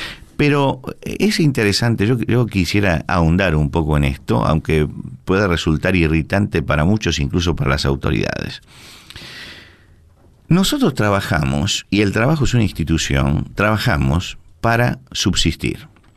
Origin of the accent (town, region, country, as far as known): Argentina